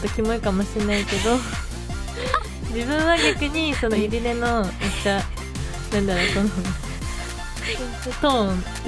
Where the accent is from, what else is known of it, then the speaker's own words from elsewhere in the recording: Tokyo, Japan; also born or lived in Okinawa; 沖縄県生まれ、東京都出身の19歳、もうすぐ20歳になります。